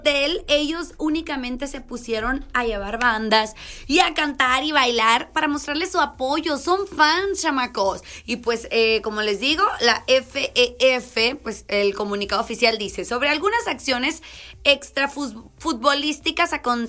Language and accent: Spanish; Mexico; sí, somos mexicanos